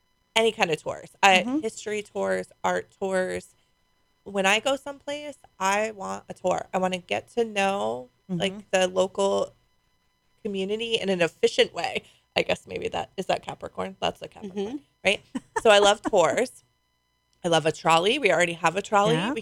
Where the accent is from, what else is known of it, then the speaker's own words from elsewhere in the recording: Maine, United States; So I told you I'm from Maine